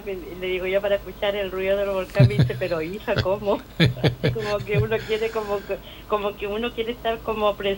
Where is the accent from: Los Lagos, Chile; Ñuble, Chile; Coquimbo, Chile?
Ñuble, Chile; Chillán; moved away; also born or lived in Santiago; ahora estoy en Chillán, hace un año que me regresé de Santiago para mi ciudad natal.